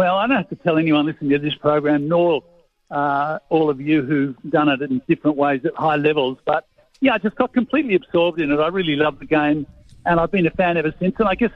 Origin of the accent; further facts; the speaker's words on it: Sydney, New South Wales, Australia; Look, I grew up in Sydney. I went to uni in Canberra at the ANU.